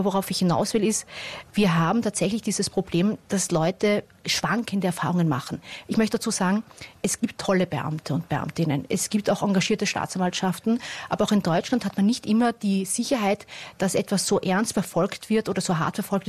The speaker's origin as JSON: {"language": "German", "country": "Austria", "said": "Ja, sogar wir kennen diesen Spruch."}